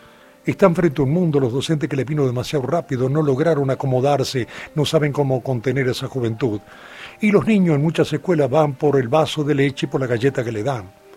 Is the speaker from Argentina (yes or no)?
yes; Argentina; lo que yo estoy diciendo como ciudadano argentino